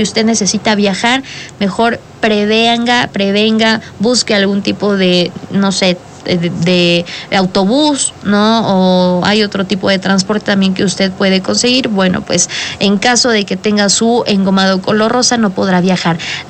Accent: Puebla, Mexico; las diferentes zonas que ya como poblanos al menos conocemos

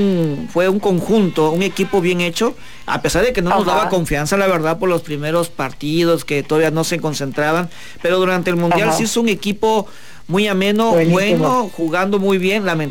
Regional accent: Mexico; Yo soy mexicano, pero arriba España.

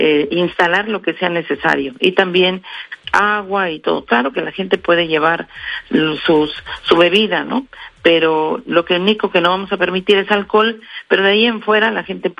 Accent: Veracruz, Mexico

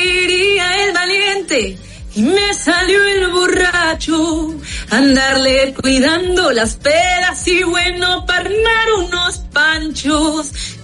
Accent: Mexico; nosotros como mexicanos

